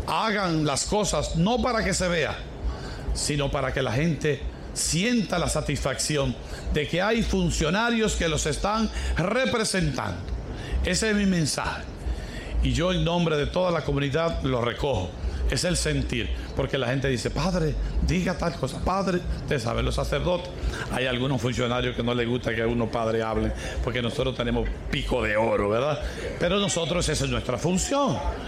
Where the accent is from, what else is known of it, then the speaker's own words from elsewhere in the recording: Villa Trina, Espaillat, Dominican Republic; Los que vivimos en la montaña, y yo soy de Villa Trina, ¿verdad? Los que somos de lugares frescos y tenemos aire acondicionado central